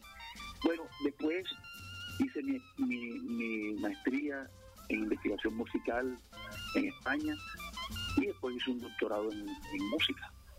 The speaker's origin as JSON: {"language": "Spanish", "town": "San Pelayo", "region": "Córdoba", "country": "Colombia", "moved": "yes"}